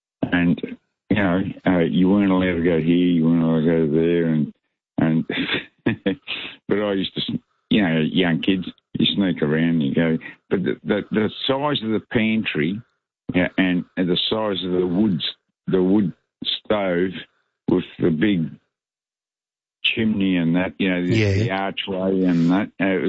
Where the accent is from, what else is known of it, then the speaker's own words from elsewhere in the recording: Preston, Victoria, Australia; now in Melton, Australia; And I got brought up in this house in Preston